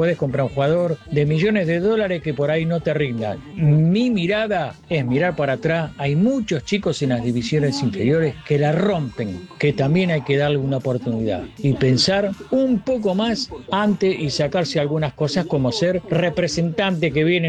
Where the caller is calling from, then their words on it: Buenos Aires, Argentina; de Villurquiza, 655.